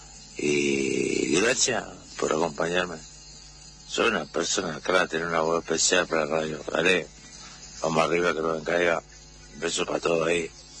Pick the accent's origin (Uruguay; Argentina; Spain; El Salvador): Uruguay; Río Negro; el uruguayo, de Río Negro … acá, cruzando el puente Gualeguaychú.